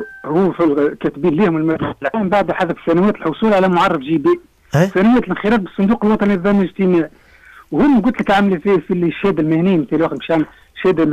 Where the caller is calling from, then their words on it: Siliana, Tunisia; من سليان.